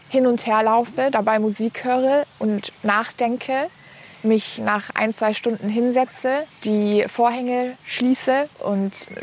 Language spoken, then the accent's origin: German; Berlin, Germany; ich komme aus Berlin, Jahrgang 98.